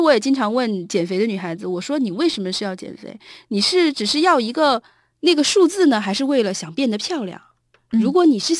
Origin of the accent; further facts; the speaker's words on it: China; 像我们中国人最爱吃的猪肉